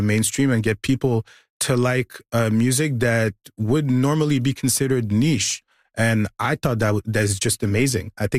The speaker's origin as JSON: {"language": "English", "country": "Mali", "said": "I'm from Mali."}